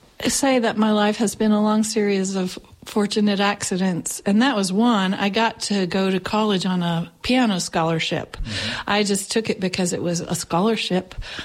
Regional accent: Kentucky, United States; I'm from hereabouts, to be honest. I grew up in Kentucky over on the other side of the mountains, and tried out living other places for, you know, a few lost decades of my life.

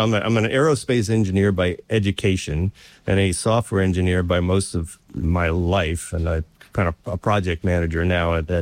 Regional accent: Winchester, Virginia, United States; born or raised there; also born or lived in Brooklyn, United States / Long Island, United States

